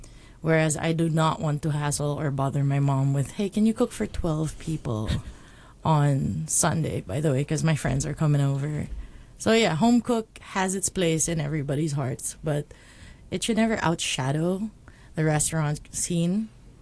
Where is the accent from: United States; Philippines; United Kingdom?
Philippines; now in Hong Kong; To summarize the whole journey of being a Filipino and what it is to be a Filipina.